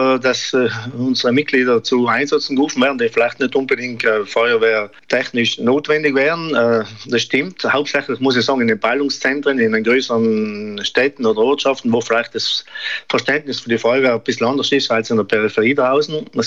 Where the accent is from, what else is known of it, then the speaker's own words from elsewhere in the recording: Trentino-Alto Adige, Italy; Zum Glück bei uns in Südtirol, also in einem geringeren Ausmaß.